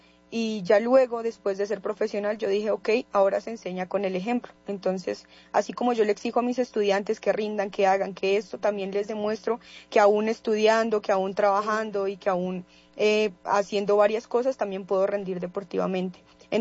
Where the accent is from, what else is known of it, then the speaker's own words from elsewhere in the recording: Colombia; now in Cundinamarca, Colombia; tenemos como colombianos, y principalmente aquí en Cundinamarca.